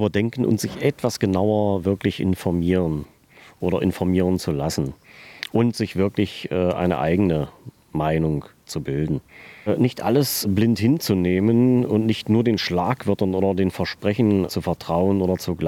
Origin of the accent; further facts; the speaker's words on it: Aschersleben, Saxony-Anhalt, Germany; ich bin gebürtiger Aschersleber